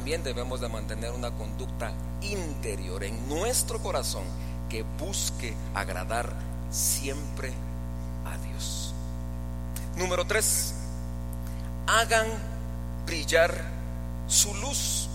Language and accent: Spanish; Guatemala; para los que somos guatemaltecos aquí y en cualquier parte de Europa, de Asia, de África o de Oceanía, somos guatemaltecos.